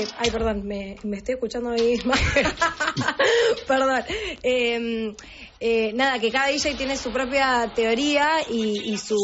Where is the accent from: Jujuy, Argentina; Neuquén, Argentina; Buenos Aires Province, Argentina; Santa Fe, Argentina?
Santa Fe, Argentina; Rosario; moved away as an adult; now in Buenos Aires, Argentina; yo soy de Rosario.